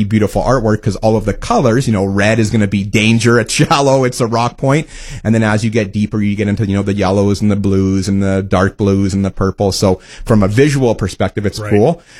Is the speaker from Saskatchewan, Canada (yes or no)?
yes; Wawota, Saskatchewan, Canada; born or raised there